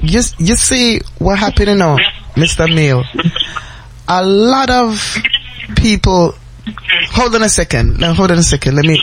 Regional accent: Jamaica; I'm a Jamaican

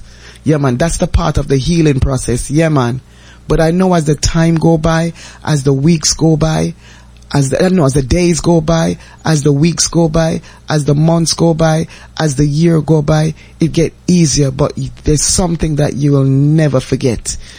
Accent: Jamaica; I remember growing up in Jamaica, all you have to do, you have to just sit down and just listen radio.

